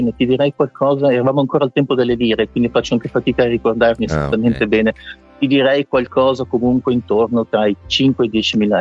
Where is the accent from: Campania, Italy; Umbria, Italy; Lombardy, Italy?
Lombardy, Italy; now in Belgium; Sì, vivo, sono lombardo, sì. Vivo tra Italia e Belgio.